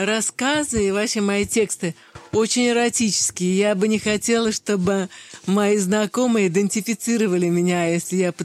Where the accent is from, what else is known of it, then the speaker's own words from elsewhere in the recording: Russia; мы все россияне